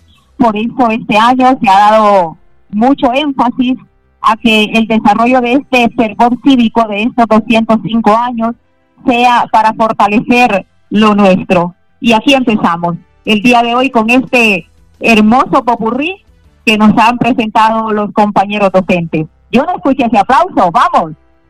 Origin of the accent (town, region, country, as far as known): Honduras